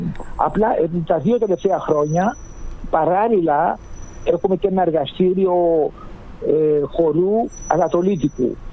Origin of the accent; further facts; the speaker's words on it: Greece; moved away as an adult; now in Paris, France; Αφού είμαστε Έλληνες και κάνουμε και ελληνική μουσική